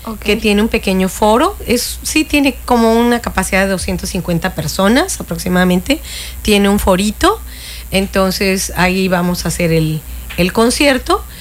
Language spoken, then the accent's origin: Spanish; Cancún, Quintana Roo, Mexico; Yo soy residente de la Supermanzana 20